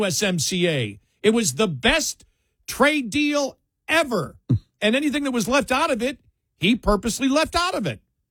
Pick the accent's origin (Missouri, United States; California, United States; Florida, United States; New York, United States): New York, United States; Buffalo; born or raised there